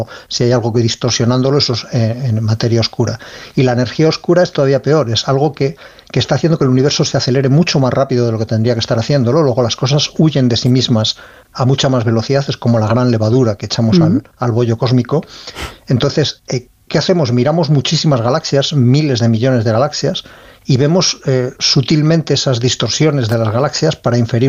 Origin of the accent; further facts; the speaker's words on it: Ávila, Castile and León, Spain; Sí, yo soy de Ávila y en Ávila tenemos unos cielos envidiables, de hecho tenemos reservas Starlight y sí, en la zona norte de Ávila de niño